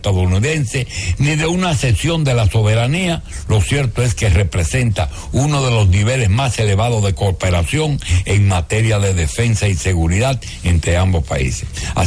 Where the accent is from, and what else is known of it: Dominican Republic